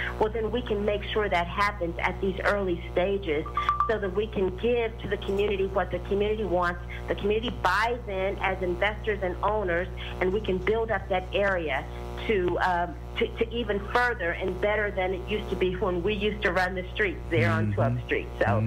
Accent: Little Rock, Arkansas, United States; I'm also from Little Rock, so coming in and partnering with Eric on this project is just major for us because it's building up a community that we grew up in, we knew

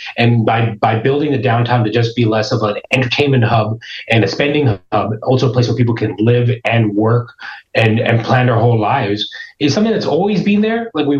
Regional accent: California, United States; Through growing up in Silicon Valley, I had a little, I learned how to code really early on in my life

